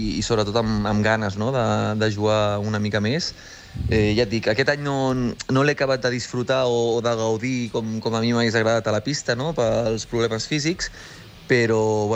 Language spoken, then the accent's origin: Catalan; L'Hospitalet de Llobregat, Catalonia, Spain; nascut a Hospitalet i bueno, ja et dic, vaig jugar de fet al Coll Blanc Torrassa i a Hospitalet fins als 11-12 anys i m'he format una mica a Hospitalet